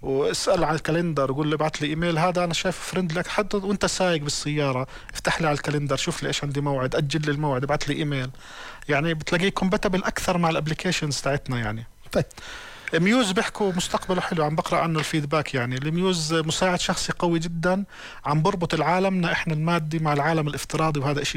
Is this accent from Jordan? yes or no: yes; Jordan; بجوز احنا عندنا بالأردن